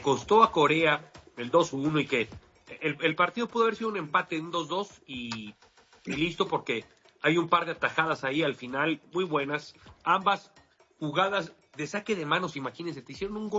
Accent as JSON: {"language": "Spanish", "country": "Mexico", "said": "a nosotros como mexicanos"}